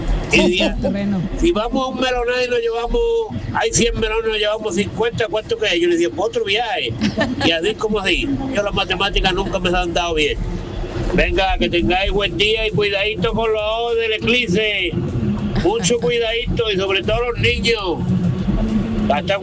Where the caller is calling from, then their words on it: Málaga, Andalusia, Spain; de la zona de la jerarquía malagueña, de Almayante.